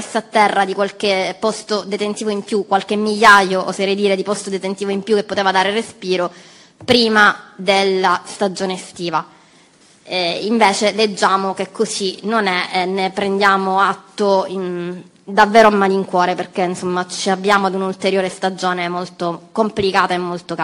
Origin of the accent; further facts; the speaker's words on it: Sicily, Italy; sono siciliana